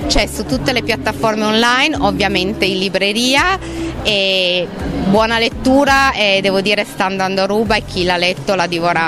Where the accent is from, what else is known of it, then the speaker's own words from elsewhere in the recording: Piedmont, Italy; born there; I miei genitori sì, io sono già nata in Piemonte.